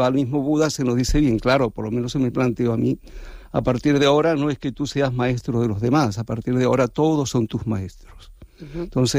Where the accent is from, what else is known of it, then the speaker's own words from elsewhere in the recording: Santa Cruz de Tenerife, Canary Islands, Spain; also born or lived in India / Nepal / Thailand; yo soy de Tenerife, me crié en el barrio de Buenos Aires.